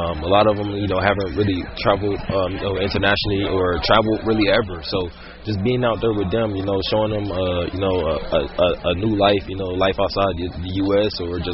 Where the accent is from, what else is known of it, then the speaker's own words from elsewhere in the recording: Miami, Florida, United States; my town is like a... It's not really a small town, because I grew up in Miami, but, you know, my community is Goulds, Florida.